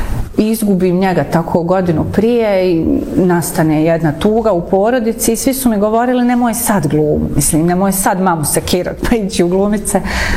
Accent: Sarajevo, Federation of Bosnia and Herzegovina, Bosnia & Herzegovina; born there; kao rođena Sarajka, nisam znala gdje je Akademija scenskih umjetnosti.

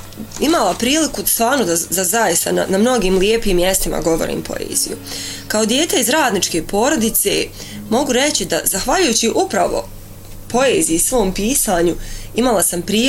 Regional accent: Doboj, Republika Srpska, Bosnia & Herzegovina; born there; ja sam rođena u Doboju i tu sam

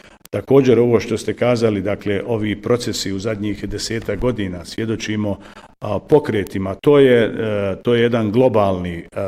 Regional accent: Višegrad, Republika Srpska, Bosnia & Herzegovina; kojeg se ja sjećam kao dječak u mom zavičaju, ja sam neko ko se rodio, dakle, u okolini Višegrada, kako je to bilo u mojoj porodici, kako je to bilo u mom selu, kako je to bilo u mom kraju

